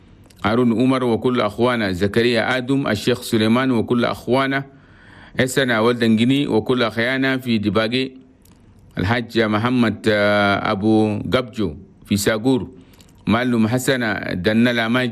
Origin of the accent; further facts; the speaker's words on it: Chad; أنا بلدنا تشاد بلدتو ما نقول لكم صباح الخير من الإذاعة الوطنية التشادي